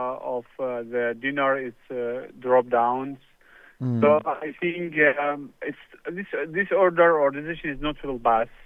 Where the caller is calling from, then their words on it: Baghdad, Baghdad Governorate, Iraq; from Baghdad.